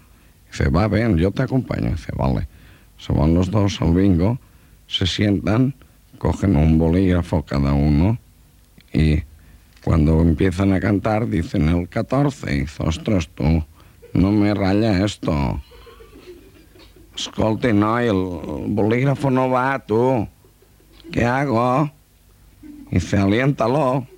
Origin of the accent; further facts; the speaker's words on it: Catalonia, Spain; como dicen en mi tierra, Cataluña